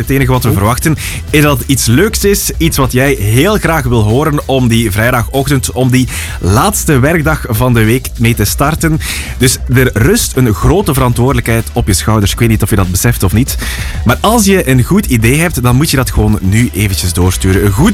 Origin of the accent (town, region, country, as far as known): Belgium